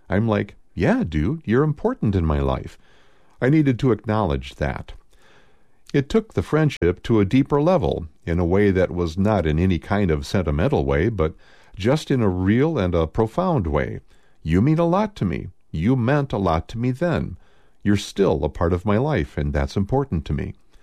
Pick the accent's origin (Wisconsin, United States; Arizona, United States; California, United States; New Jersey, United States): New Jersey, United States; But I'm from New Jersey. I end up defaulting back